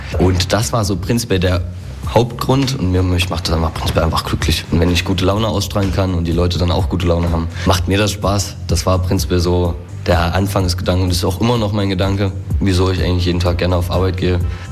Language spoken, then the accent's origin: German; Nossen, Saxony, Germany; Ich komme ursprünglich aus Nossen.